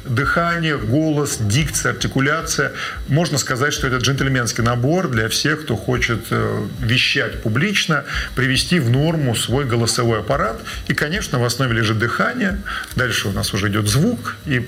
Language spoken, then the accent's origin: Russian; Moscow, Russia; born there; мне 17 лет, я родился в Москве.